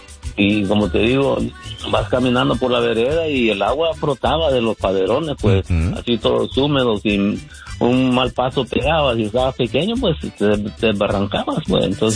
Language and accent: Spanish; Juayúa, Sonsonate, El Salvador; soy de esa área